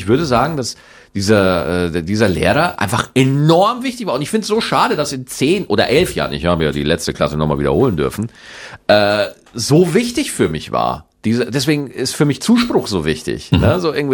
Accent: Schwarzach, Bavaria, Germany; Also ich bin in Schwarzach zur Schule gegangen, also es ist wirklich ein bayerisches.

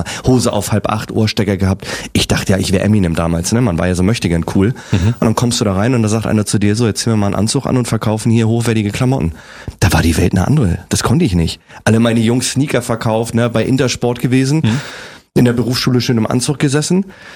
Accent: Kiel, Schleswig-Holstein, Germany; also born or lived in Preetz; geboren bin ich in Preetz. Das ist oben bei Kiel. Bin aber nur geboren und hab dann in Kiel gelebt und bin noch aufgewachsen.

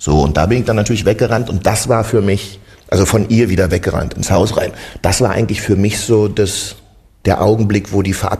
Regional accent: East Germany, Germany; Da gab es ja jetzt noch nicht so bei uns in der DDR Videos und so, aber um mal zu verraten, wir haben schon Möglichkeiten gehabt, wir ZDF und ARD zu gucken.

